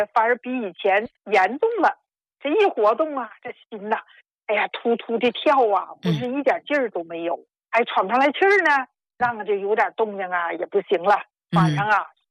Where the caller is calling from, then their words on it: Heilongjiang, China; 梁教授，我是黑龙江的老朋友。